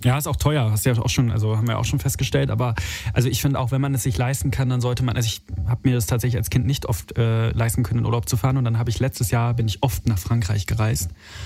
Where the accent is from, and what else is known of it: Berlin, Germany